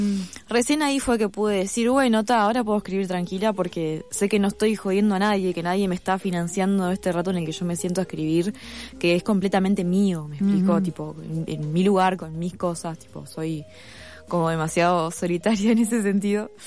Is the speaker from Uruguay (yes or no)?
yes; Uruguay; moved away; me encanta ser uruguaya.